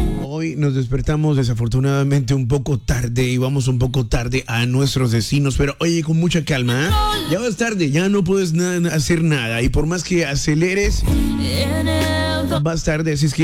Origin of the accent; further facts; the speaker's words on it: Cartagena, Bolívar, Colombia; Soy una voz cartagenera.